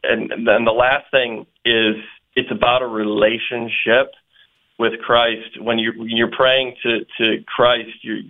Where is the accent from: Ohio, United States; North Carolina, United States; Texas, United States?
Ohio, United States; We're from Ohio.